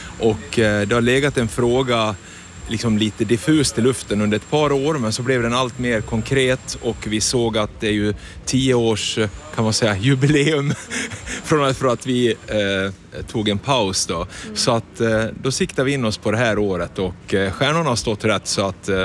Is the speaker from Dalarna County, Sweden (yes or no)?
yes; Borlänge, Dalarna County, Sweden; Så att nu få starta upp igen hemma i Borlänge, ja, det känns väldigt rätt.